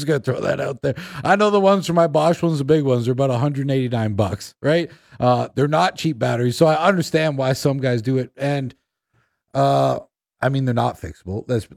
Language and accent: English; Burk's Falls, Ontario, Canada; my hometown, Berks Falls.